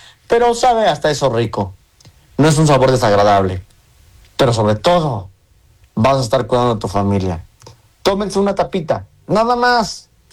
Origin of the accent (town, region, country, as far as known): Mexico